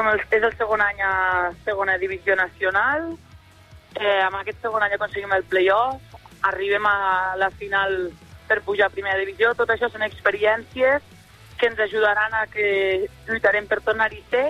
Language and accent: Catalan; Catalonia, Spain